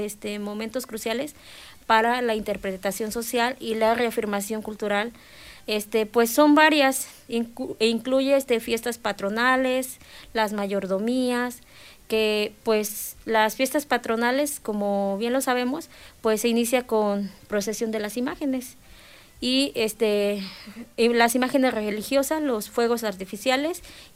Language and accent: Spanish; Izúcar de Matamoros, Puebla, Mexico; Yo no soy de Xochitepec, pero he escuchado, yo soy de Izúcar de Matamoros